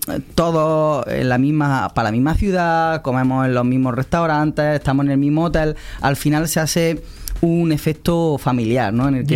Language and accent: Spanish; Andalusia, Spain; Yo soy del sur de España, de Andalucía.